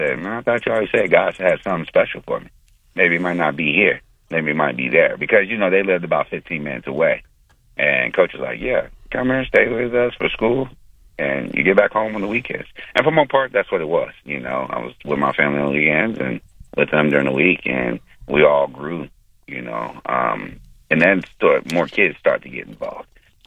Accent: Oklahoma City, Oklahoma, United States; also born or lived in Edmond, Oklahoma; I grew up in Oklahoma City. You know, I've been all over the place, to be honest with you, but I spent majority of my core in Oklahoma City.

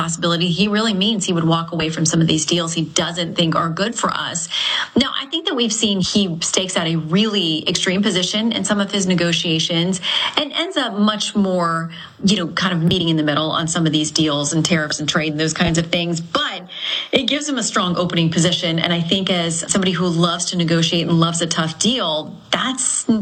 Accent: Florida, United States; he did briefly stop in my home state of Florida.

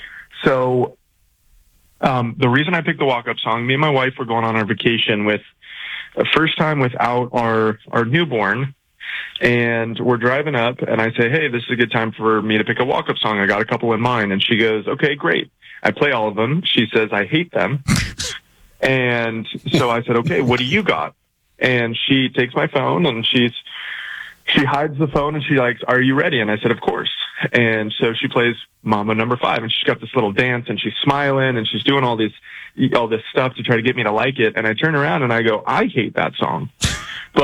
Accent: Seattle, Washington, United States; where are you from? And I'm like, Seattle.

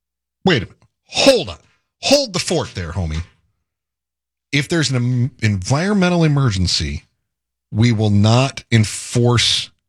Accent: Michigan, United States; born or raised there; moved away

